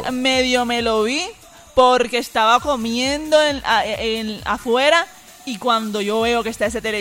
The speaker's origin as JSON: {"language": "Spanish", "town": "Barranquilla", "region": "Atlántico", "country": "Colombia", "said": "Así que como barranquillera"}